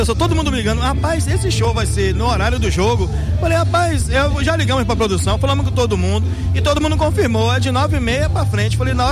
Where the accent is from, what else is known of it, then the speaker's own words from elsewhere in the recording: Brazil; no fundo, a gente é brasileiro